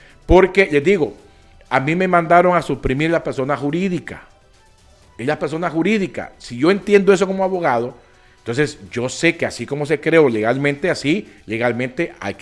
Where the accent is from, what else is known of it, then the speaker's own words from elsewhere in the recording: Honduras; pero yo la miro como una misión patriótica como hondureño